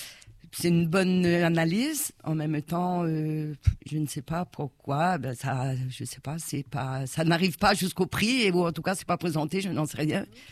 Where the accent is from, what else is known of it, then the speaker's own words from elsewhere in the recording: Réunion; je suis réunionnaise dans ma genèse, mais au plus profond.